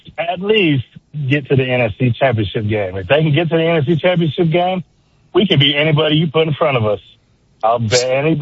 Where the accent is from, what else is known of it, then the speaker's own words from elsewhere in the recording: North Carolina, United States; Okay, so I'm going to make this real easy, real simple. Mm-hmm. I'm from North Carolina. You know, we got the Panthers.